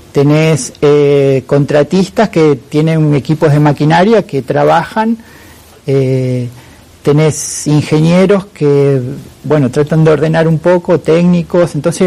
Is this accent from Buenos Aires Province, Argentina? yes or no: no; Esperanza, Santa Fe, Argentina; Claro, a ver, yo vengo de Esperanza, la primera colonia agrícola, 1856, sí.